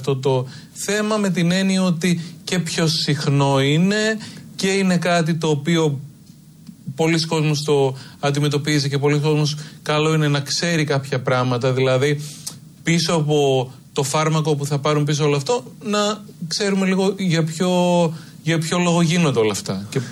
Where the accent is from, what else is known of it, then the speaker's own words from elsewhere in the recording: Thessaloniki, Central Macedonia, Greece; γεννήθηκα το 1984 στην πόλη της Θεσσαλονίκης, στην οποία μεγάλωσε